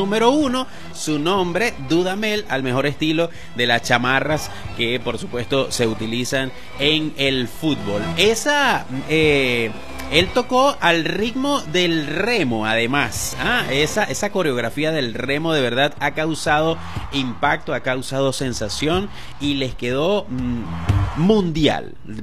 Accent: Venezuela; Yo soy venezolano.

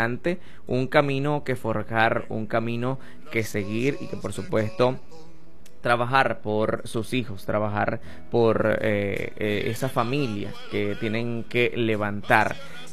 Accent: Venezuela

